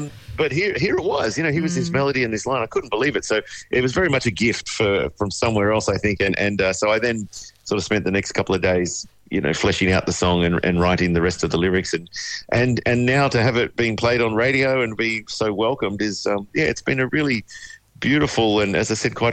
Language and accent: English; Wagga Wagga, New South Wales, Australia; I grew up in Wagga Wagga and spent sort of 30 years living there, and so I have a real soft spot for regional communities